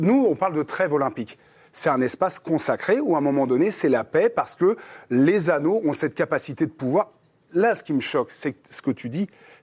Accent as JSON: {"language": "French", "region": "Normandy", "country": "France", "said": "On a grandi ensemble. Moi, je suis de Normandie."}